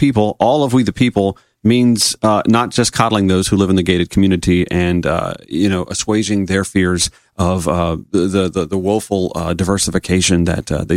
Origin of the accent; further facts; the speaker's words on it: Grovetown, Georgia, United States; she's running from my hometown of Grovetown, Georgia.